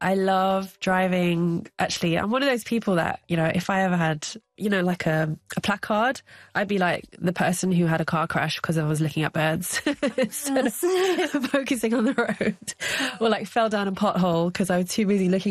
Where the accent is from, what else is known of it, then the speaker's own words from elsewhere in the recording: London, United Kingdom; For a long time, I grew up, as a Londoner.